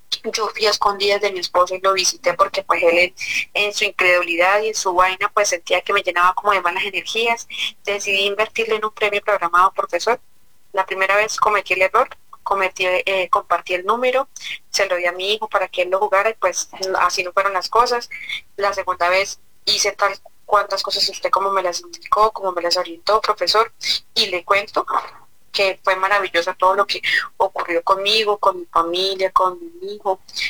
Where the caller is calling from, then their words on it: Bogotá, Colombia; hablo con Paola, lo llamo acá de Bogotá, el barrio 20 de julio.